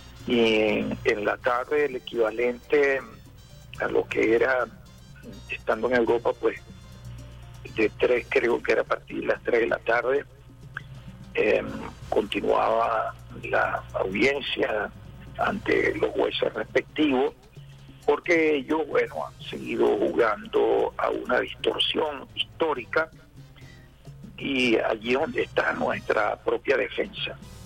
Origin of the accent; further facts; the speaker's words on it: Venezuela; nosotros somos esequibanos porque somos venezolanos.